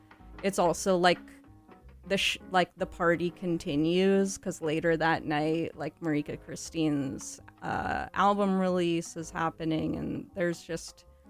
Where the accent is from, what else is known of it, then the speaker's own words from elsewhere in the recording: Newton, Massachusetts, United States; moved away as an adult; now in California, United States; But I'm from Newton.